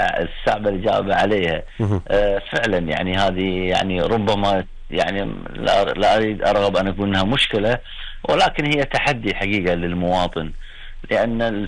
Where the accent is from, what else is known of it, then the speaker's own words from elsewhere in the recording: Kuwait; والله البنوك عندنا بالكويت